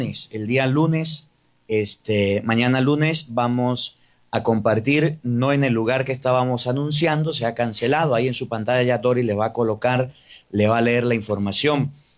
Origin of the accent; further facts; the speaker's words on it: Venezuela; vengo de Venezuela a compartir con ustedes.